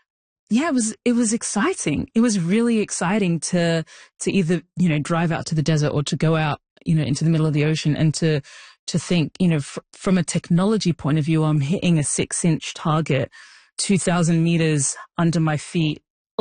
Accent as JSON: {"language": "English", "country": "Australia", "tie": "born or raised there", "also_born_or_lived": "Sudan", "said": "I was born in Sudan. I was raised in Australia. I started wearing the hijab, the headscarf, when I was like 10 years old."}